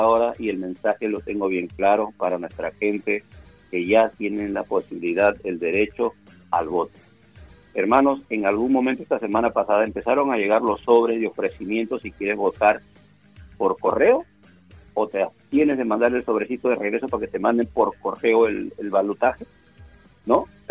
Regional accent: Brighton, Massachusetts, United States; yo soy de Brighton, pero me iba, por ejemplo, a Somerville, me iba a Revere, me iba a Chelsea

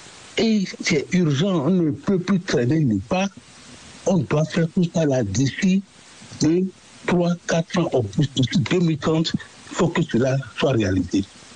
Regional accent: Benin; Moi, je suis béninois. de la terre africaine du Bénin.

